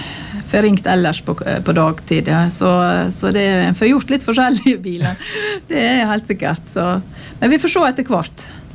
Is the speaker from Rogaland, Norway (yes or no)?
no; Ørsta, Møre og Romsdal, Norway; also born or lived in Rauma; now in Fosnavåg, Norway; Jeg er fra Ørsta.